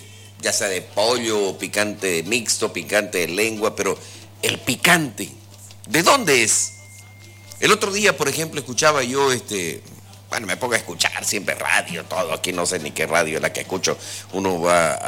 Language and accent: Spanish; Santa Cruz, Bolivia; accent: camba; es más fácil para un camba adoptar la forma de hablar de otros que otros se adapten a nosotros.